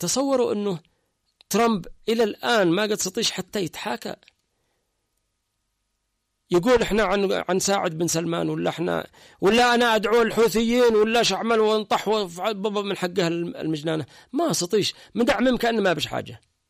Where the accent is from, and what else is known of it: Yemen